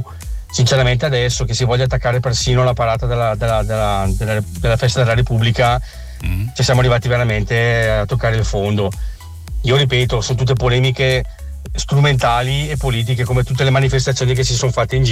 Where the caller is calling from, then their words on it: Brescia, Lombardy, Italy; da Brescia.